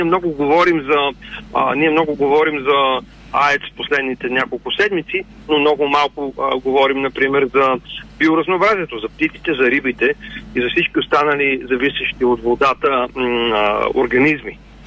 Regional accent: Northwest, Bulgaria; Казвам го, защото и аз съм от Северозапада, моите родители, и аз имам родини, които работят в Козлодуй

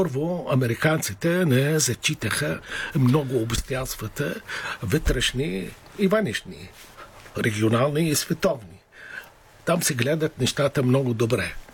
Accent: Iraq; Bulgarian is a second language; Като иракчанин.

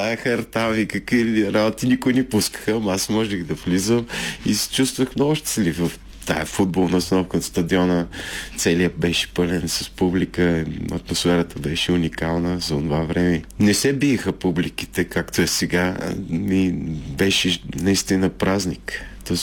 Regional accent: Plovdiv Province, Bulgaria; Аз съм израснал в Кичук, Париж.

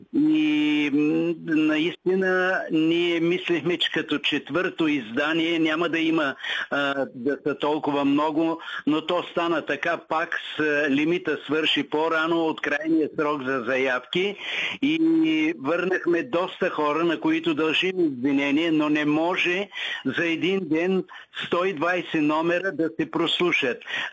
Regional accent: Mustrak, Haskovo Province, Bulgaria; моето родно място и нашия прекрасен южен край

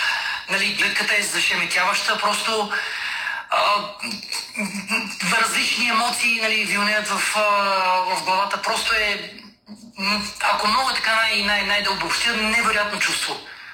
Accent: Razlog, Blagoevgrad Province, Bulgaria; родният ми град, град Разлог.

